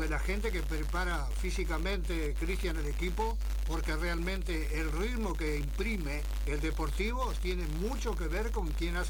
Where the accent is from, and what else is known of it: Uruguay